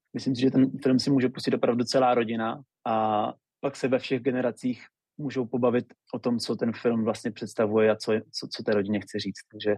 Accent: Lipník nad Bečvou, Olomouc Region, Czechia

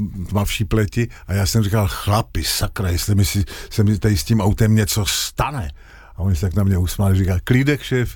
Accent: Třebíč, Vysočina Region, Czechia; born there; Já jsem se narodil v Třebíči.

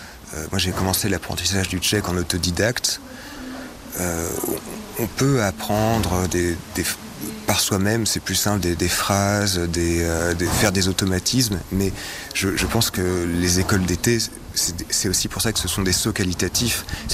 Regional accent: Bordeaux, Nouvelle-Aquitaine, France; la première fois que j'ai eu un cours de tchèque, c'était dans ma ville natale à Bordeaux.

